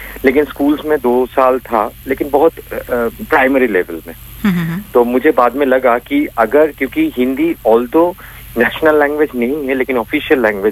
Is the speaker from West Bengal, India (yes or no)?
yes; West Bengal, India; Hindi is a second language; मैं बंगाली हूँ तो बंगाली उसके हमेशा बोलते हैं कि हिंदी नहीं बोल सकते